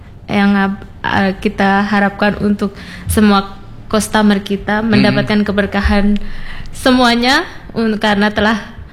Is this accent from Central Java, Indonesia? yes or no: yes; Surakarta, Central Java, Indonesia; now in Tanjung Uncang, Batam, Indonesia; saya sendiri orang Jawa, berasal dari Solo